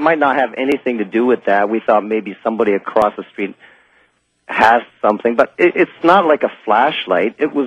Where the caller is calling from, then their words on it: Toronto, Ontario, Canada; I'm calling from Toronto, Canada.